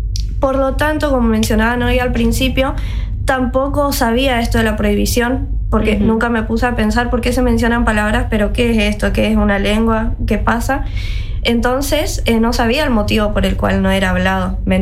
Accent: San Roque, Corrientes, Argentina; yo soy del interior de Corrientes

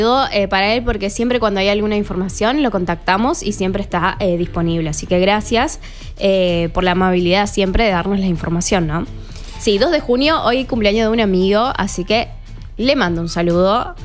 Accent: Goya, Corrientes, Argentina; born there; moved away; nosotros en Goya le decimos torta parrilla o masa. Más asada. Y cuando vine acá fue como, bueno, no es torta asada, no es masa. Y bueno, hermano, yo lo digo así en mi pueblo.

